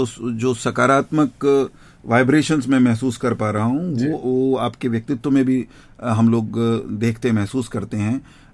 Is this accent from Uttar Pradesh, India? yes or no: no; Karnal, Haryana, India; accent: Haryanvi; मैं करनाल का रहने वाला हूं, तो मारी हरियाणवी ओर डाड़की है।